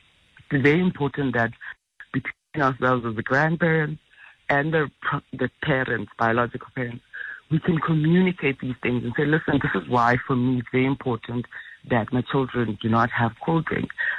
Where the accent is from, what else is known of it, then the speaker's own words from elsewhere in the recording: Mthatha, Eastern Cape, South Africa; where we grew up in Umtata, where as the younger children, you know, I remember every other Sunday they would have, like, church meetings at home.